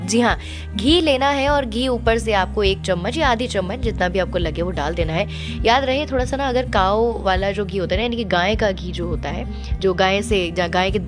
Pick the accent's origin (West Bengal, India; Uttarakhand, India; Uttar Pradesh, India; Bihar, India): West Bengal, India; मैं भी बंगाली हूँ और इसीलिए शायद से आपको वो जो टोन मिल रहा होगा वो थोड़ा सा मिल रहा होगा